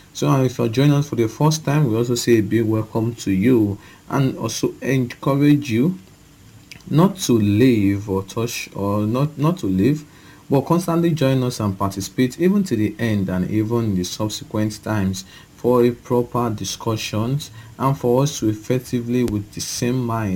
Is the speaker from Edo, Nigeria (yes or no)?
yes; Okada, Edo, Nigeria; from Okada Town, Edo State, Nigeria.